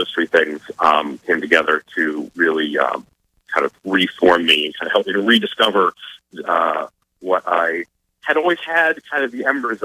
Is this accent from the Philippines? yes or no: no; Pittsburgh, Pennsylvania, United States; moved away as an adult; have come back to my hometown of Pittsburgh